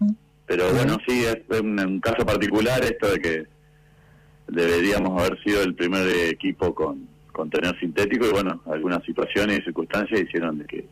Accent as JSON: {"language": "Spanish", "town": "Comodoro Rivadavia", "region": "Chubut", "country": "Argentina", "tie": "born there", "also_born_or_lived": "Buenos Aires / Córdoba", "said": "Yo no soy acá de Comodoro, soy nacido en Buenos Aires, viví unos años en Córdoba y en el año 98 nos radicamos acá con mi familia, mis padres, mis hermanos en ese momento, acá en Comodoro"}